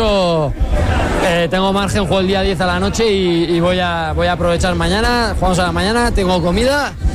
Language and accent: Spanish; Navarre, Spain; now in Pamplona, Spain; siendo navarro